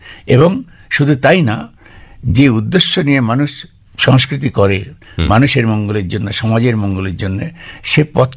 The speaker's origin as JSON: {"language": "Bangla", "town": "Beleghata", "region": "West Bengal", "country": "India", "tie": "born there"}